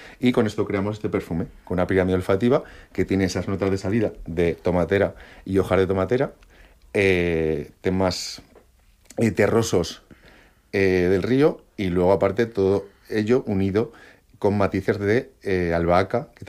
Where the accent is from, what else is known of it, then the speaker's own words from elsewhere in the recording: Utebo, Aragon, Spain; born there; moved away as an adult; Yo nací en Utebo, por cosas de la vida, pues con 20 años me fui